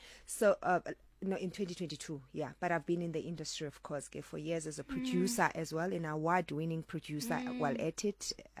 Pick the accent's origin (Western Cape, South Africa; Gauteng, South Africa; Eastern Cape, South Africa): Western Cape, South Africa; Ashton; Yeah, it's actually the Western Cape. I come from the Grey Plains, so to speak. We are the wine producers, major wine producers of the country. I come from Ashton, a location called Zolani location.